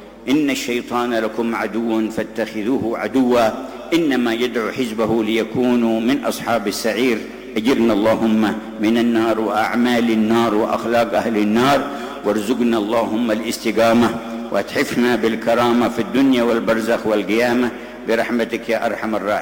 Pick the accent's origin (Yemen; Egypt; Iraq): Yemen; في بلدتنا ثم في يمننا